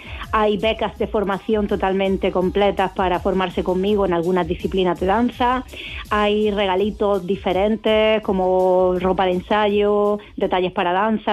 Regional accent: Almería, Andalusia, Spain; yo estoy aquí en Almería, soy de Almería

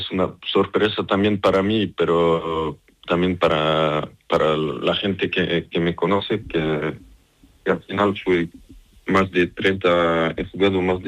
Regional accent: Montpellier, Occitania, France; Spanish is a second language; now in Almería, Spain; yo en Francia, solo nací en Francia y crecí en Francia.

